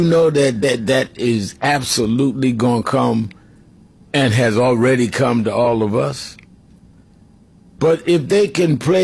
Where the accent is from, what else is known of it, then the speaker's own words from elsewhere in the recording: Brooklyn, New York, United States; born there; I was born in Brooklyn